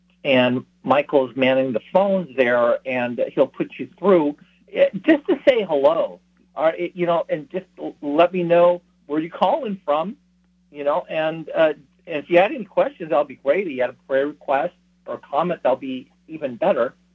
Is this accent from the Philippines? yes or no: yes; Philippines; now in United States; Although, you know, like as a Filipino, I don't really speak it that well. You know, I might be able to say a few choice phrases in Tagalog